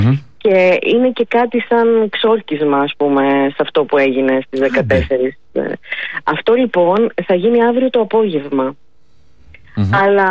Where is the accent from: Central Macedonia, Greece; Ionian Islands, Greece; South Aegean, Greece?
Ionian Islands, Greece; Kefalonia; now in Lefkada, Greece; Εγώ ζω στη Λευκάδα 30 χρόνια, αλλά είμαι από την Κεφαλονιά.